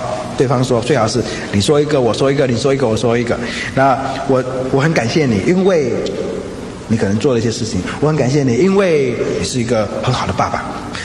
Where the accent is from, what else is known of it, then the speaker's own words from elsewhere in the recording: China; 因为我们中国人的社会或者东方的社会，多多少少有一种大男人主义的成分